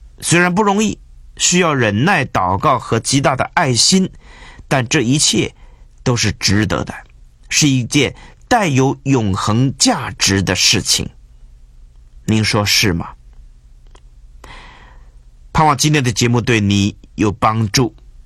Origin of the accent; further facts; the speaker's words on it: China; 这一方面作为中国人，我们要更多的努力啊！